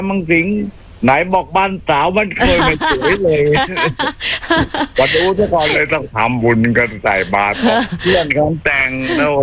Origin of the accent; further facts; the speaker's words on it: Sing Buri, Thailand; เป็นคนสิงห์บุรี